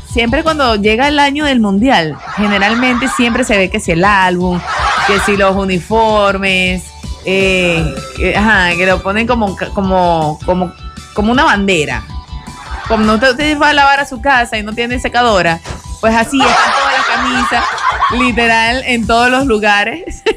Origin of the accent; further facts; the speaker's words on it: Venezuela; nosotros como buen venezolano